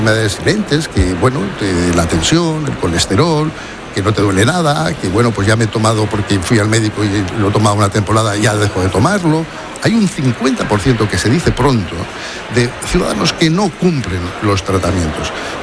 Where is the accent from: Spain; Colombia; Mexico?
Spain; nosotros, tú, yo, que somos de la España vaciada